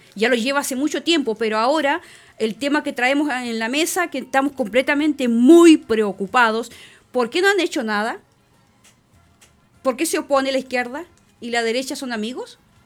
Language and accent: Spanish; Chile; No dejamos de ser chilenos.